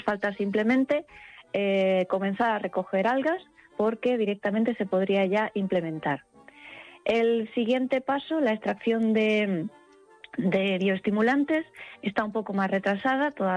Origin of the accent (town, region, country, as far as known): Murcia, Region of Murcia, Spain; born or raised there